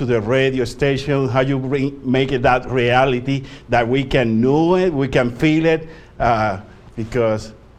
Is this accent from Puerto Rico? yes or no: yes; Puerto Rico; English is a second language; now in Dalton, United States; No, I'm from Puerto Rico.